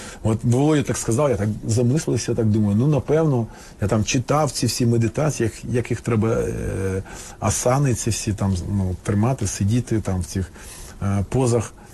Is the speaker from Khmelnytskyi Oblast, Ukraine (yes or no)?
no; Kyiv, Ukraine; Я киянин, так.